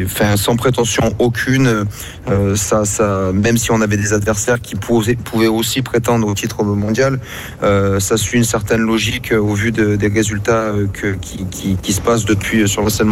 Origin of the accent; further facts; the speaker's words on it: Marseille, Provence-Alpes-Côte d'Azur, France; en réalité nous sommes originaires de Marseille le sport national à Marseille n'est autre.